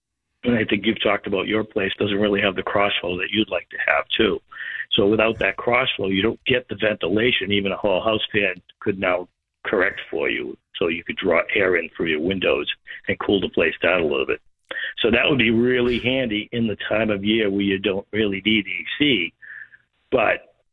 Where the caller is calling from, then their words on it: Kingston, Massachusetts, United States; from Kingston.